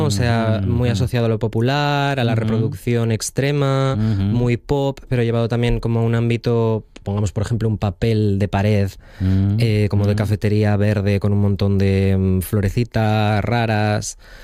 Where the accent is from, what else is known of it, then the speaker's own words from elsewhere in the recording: Sariego, Asturias, Spain; mi familia, que somos de Sariego. Entonces yo tuve la particularidad, yo creo, de haberme criado en un entorno femenino, con una ganadería por el medio también, y en donde había una peluquería, un salón de estética y un solarium